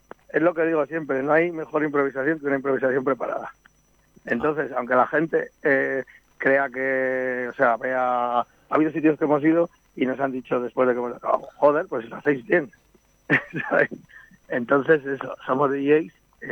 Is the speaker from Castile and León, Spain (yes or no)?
yes; Aranda de Duero, Castile and León, Spain; porque somos de Aranda